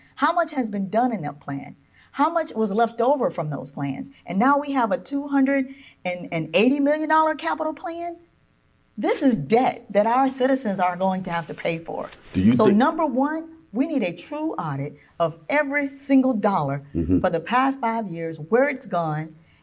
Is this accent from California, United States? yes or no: no; Dunbar, Florida, United States; Of course, I'm from Dunbar. I love Dunbar.